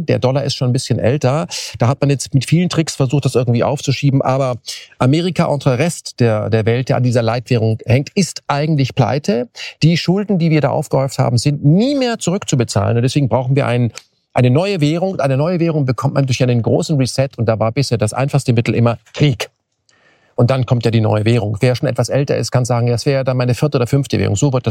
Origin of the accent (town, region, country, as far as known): Germany